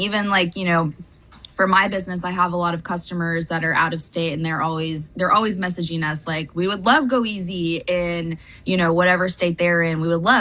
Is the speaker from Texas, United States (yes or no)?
yes; Texas, United States; now in New York, United States; Yeah, I mean, I actually moved to New York last year. Mm. So I'm coming to you from New York because I grew up in Texas